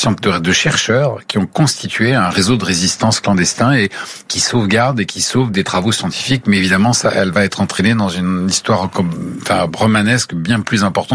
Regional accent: France; now in United States; je suis français, enfin, vous voyez, de cœur et d'adoption, et je suis devenu américain de cœur et d'adoption

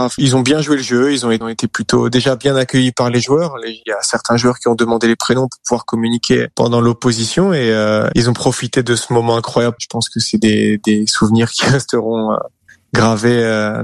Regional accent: France; now in United States; en tant que Français vivant aux États-Unis

